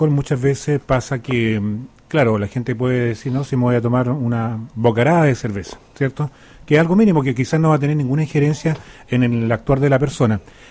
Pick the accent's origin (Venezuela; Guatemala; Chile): Chile; Sí, somos chilenos, por de supuesto.